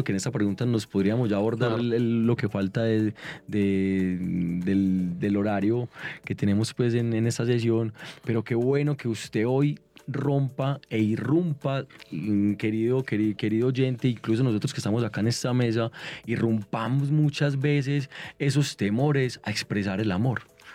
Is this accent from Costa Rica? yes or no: no; Colombia